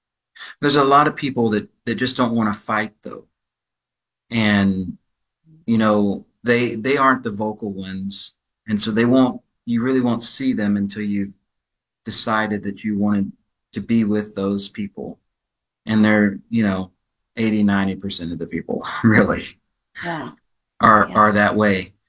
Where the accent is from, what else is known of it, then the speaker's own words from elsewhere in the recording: Louisiana, United States; And I was originated from Louisiana, and we spoke two different languages, and we had pretty much the same sense of humor.